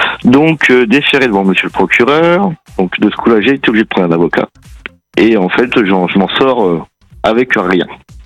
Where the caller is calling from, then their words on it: Normandy, France; Moi je suis en Seine-Maritime.